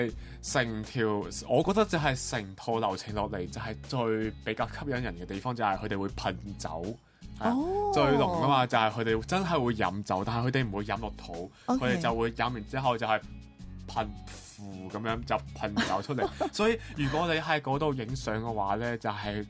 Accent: Macau; 我系嚟自中国澳门嘅

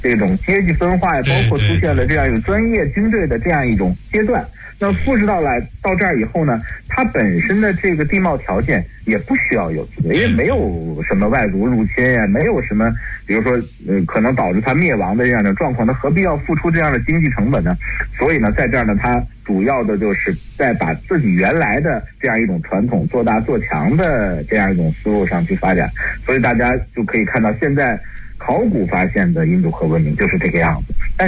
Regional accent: Xi'an, Shaanxi, China; 我的老家西安半坡，它是仰韶文化的聚落嘛

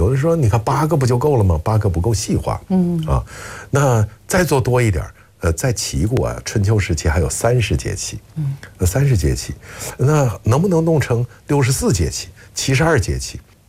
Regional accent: Northeast China, China; 我是东北人，

